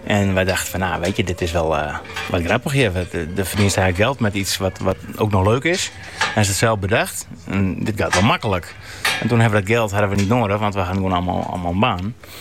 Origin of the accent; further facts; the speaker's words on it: Sneek, Friesland, Netherlands; also born or lived in Iesbrechtum; Kijk, ik kom uit Sneek. En ik ben geboren in Iesbrechtum en op mijn 7e naar Sneek verhuisd.